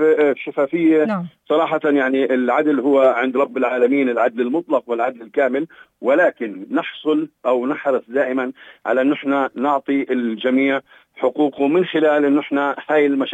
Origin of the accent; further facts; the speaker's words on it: Palestine; احنا كفلسطينيين